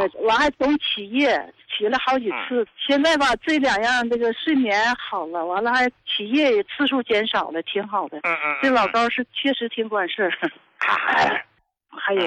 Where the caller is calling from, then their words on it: Qiqihar, Heilongjiang, China; 我是黑龙江的，那啥，齐齐哈尔的，71岁了。